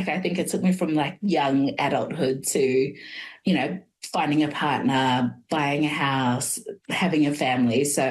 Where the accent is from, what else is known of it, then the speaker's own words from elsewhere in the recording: Dunedin, Otago, New Zealand; born there; moved away; also born or lived in Melbourne; So I was born in Dunedin, and my family decided to move to Melbourne for, you know, to seek opportunities. And so we moved over back in 1999.